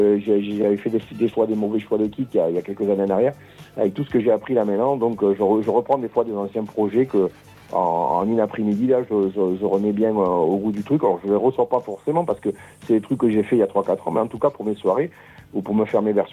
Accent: Occitanie, France; born there

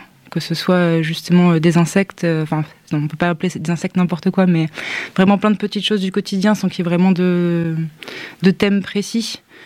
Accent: northern France, France; Moi je viens du nord de la France et du coup je pense que les peintres flamands m'ont bien inspirée aussi

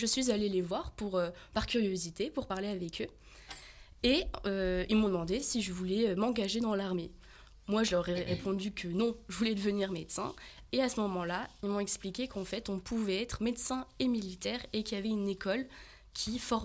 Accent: Auvergne-Rhône-Alpes, France; j'ai 21 ans, je viens de Savoie et je suis actuellement étudiante en médecine militaire à l'école de santé des armées.

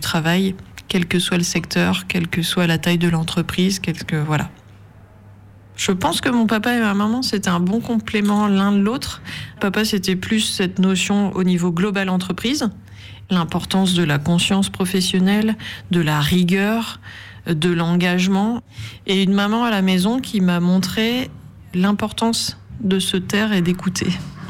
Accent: Lille, Hauts-de-France, France; born there; now in Lambersart, France; j'ai 48 ans, j'habite sur l'Ambersart, j'ai 2 enfants, je suis née à Lille.

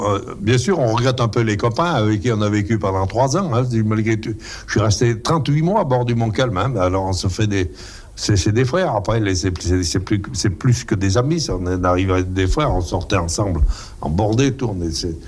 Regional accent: Auvergne-Rhône-Alpes, France; J'aurais jamais cru que les Allemands fassent un massacre pareil dans notre coin, hein, chez nous

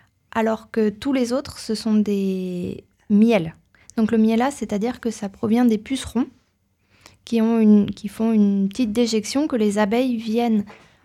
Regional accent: Auvergne-Rhône-Alpes, France; Pour le châtaignier, c'est chez nous

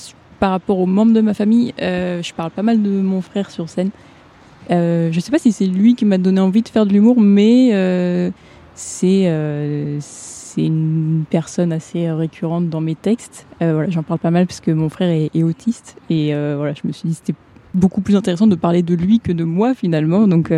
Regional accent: France; now in Lyon, France; Française.

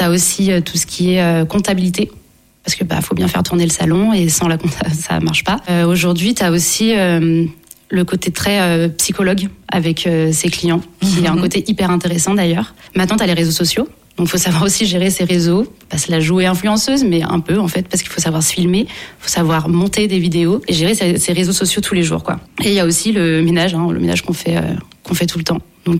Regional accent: Auvergne-Rhône-Alpes, France; j'ai 31 ans, je suis maman aussi, je viens du Beaujolais. Alors puis une pure souche.

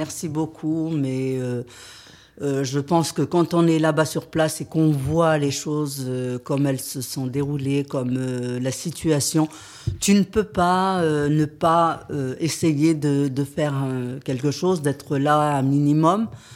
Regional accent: France; ils ont vu que j'étais pas de là-bas, hein, que je venais de France

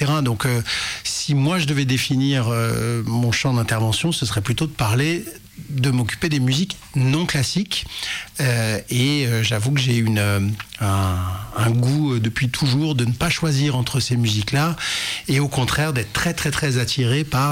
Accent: Lyon, Auvergne-Rhône-Alpes, France

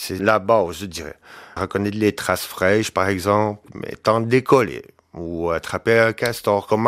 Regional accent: Pessamit, Quebec, Canada; de la communauté de Pessamite aussi.

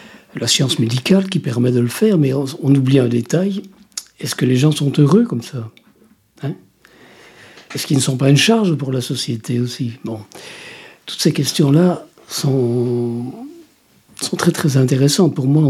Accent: Wallonia, Belgium; Ben oui, je suis originaire des Ardennes belges. Donc c'est une région, voilà, je ne dis pas montagneuse, mais de collines, de rivières sauvages, de cerfs, de biches, de sangliers.

